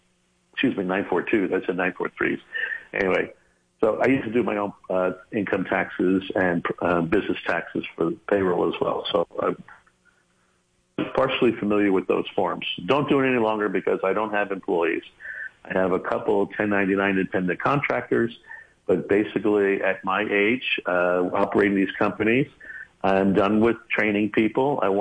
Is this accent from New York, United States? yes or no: yes; Brentwood, New York, United States; also born or lived in San Antonio, Texas; I was born in San Antonio, Texas, when my father was in the service, and lived there on Randolph Air Force Base for a year, then back to my parents' roots in New York. They were both born in Brooklyn. Lived on Brentwood, Long Island